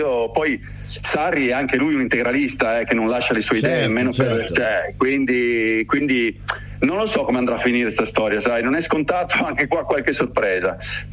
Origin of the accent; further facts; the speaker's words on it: Genoa, Liguria, Italy; No, di Genova città, intendevo. Genova città, sono di Genova città, è una cosa straordinaria.